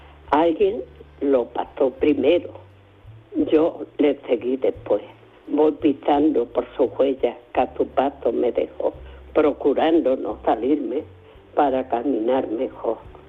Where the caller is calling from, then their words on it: Algeciras, Andalusia, Spain; de Algeciras.